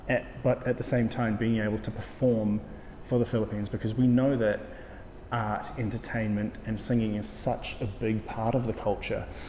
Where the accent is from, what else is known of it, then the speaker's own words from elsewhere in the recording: New Zealand; growing up in New Zealand, I didn't know about my family roots other than what my mom had taught me.